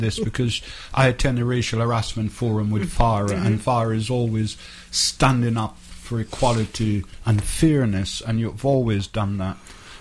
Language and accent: English; Jamaica; now in Brighton, United Kingdom; And I think, so, although I come from Jamaica, I think Brighton is a wonderful place.